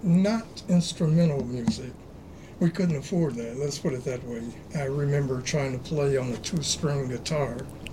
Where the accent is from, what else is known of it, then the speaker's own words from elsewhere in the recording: Oakland, California, United States; Oh, I was born in California, Oakland